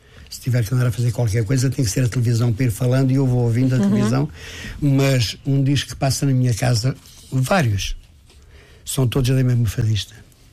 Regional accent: Ribatejo, Portugal; Nós utilizamos a mesma no Ribatejo.

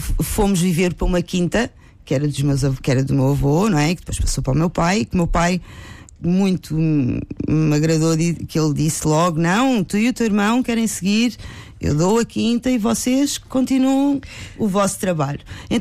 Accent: Aceiceira, Santarém, Portugal; Sou natural de uma freguesia que se chama Aceiceira. Uhum. Portanto, sou de Santa Cita e lá estive até aos meus 25, 26 anos.

